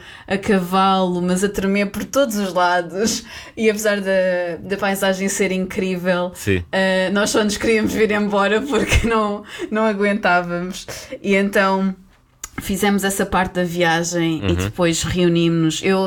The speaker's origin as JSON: {"language": "Portuguese", "country": "Portugal", "said": "como portugueses que éramos e também como uma francesa"}